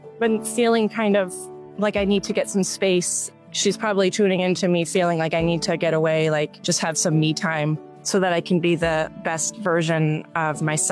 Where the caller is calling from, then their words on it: Vermont, United States; I'm calling from Vermont today.